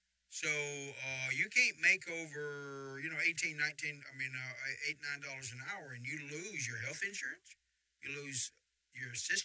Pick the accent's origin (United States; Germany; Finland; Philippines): United States; Shreveport, Louisiana; You know, I grew up in Sunset Acres.